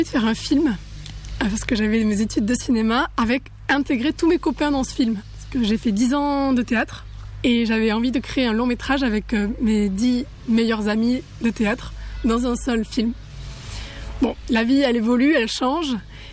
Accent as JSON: {"language": "French", "town": "Luz-Saint-Sauveur", "region": "Occitanie", "country": "France", "tie": "born or raised there", "said": "Alors, je suis originaire d'ici. Je suis originaire de Luz-Saint-Sauveur"}